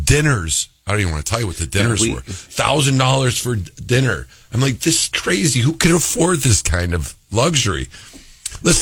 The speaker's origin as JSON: {"language": "English", "town": "Rochester", "region": "New York", "country": "United States", "said": "She goes, where are you from? I go, Rochester, New York."}